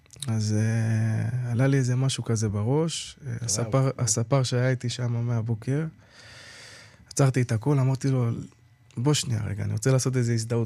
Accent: Or Yehuda, Tel Aviv District, Israel; now in Kiryat Ono, Israel; אני במקור מאור יהודה, והיום גר בקריית אונו.

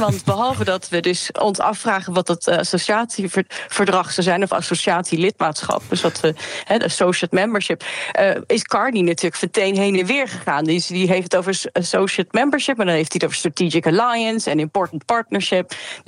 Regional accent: Netherlands; moved away as an adult; now in Canada; Ja, ik heb Canadese ouders. Ik heb heel veel familie in Canada wonen, maar ik ben zelf opgegroeid in Nederland.

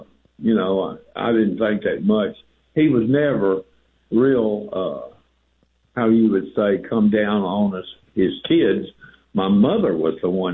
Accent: Bangor, Maine, United States; born there; also born or lived in Mississippi

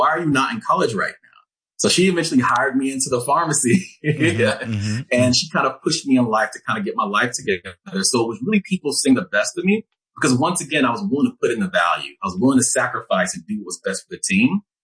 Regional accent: Nigeria; being Nigerian, the first thing they want you to be is a doctor, lawyer, engineer.

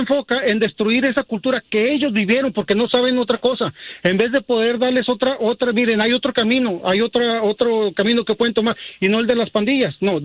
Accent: Mexico; yo soy mexicano, pero mi esposa es del Salvador.

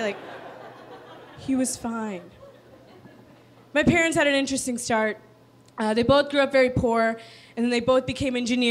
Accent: Virginia, United States; I'm originally from Virginia. I went to a school there called William & Mary.

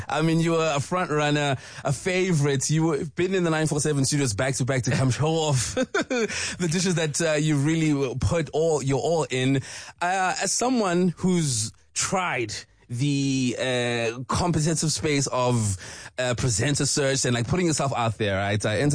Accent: Durban, KwaZulu-Natal, South Africa; As someone who comes from my hometown as well, Durban, big up.

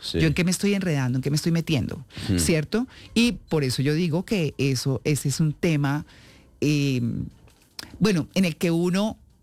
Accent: Colombia; now in Charlotte, United States; ustedes saben que ando de visita feliz en mi país.

